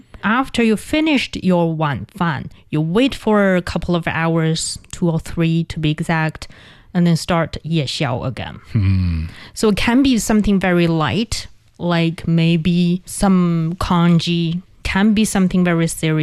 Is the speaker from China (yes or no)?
yes; northern China, China; as somebody who's from the northern part